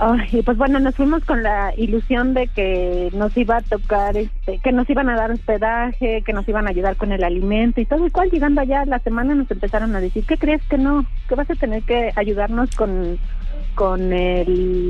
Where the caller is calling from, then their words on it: State of Mexico, Mexico; en el Estado de México.